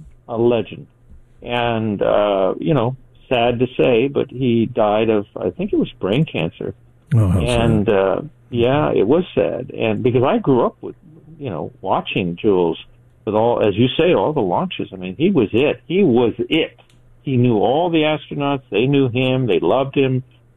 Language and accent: English; Los Angeles, California, United States; I was born in East L.A. To a working-class family.